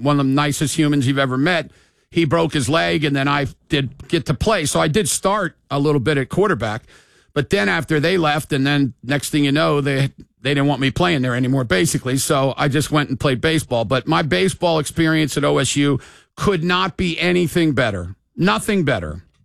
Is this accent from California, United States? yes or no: no; Maryland, United States; I told y'all before that I came from Maryland, and I won the scholar athlete in the entire state.